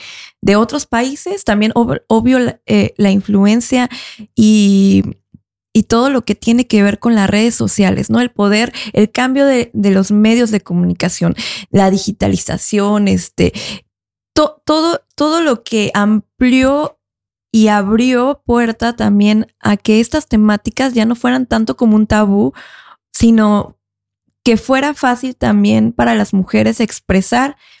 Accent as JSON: {"language": "Spanish", "region": "Mexico City", "country": "Mexico"}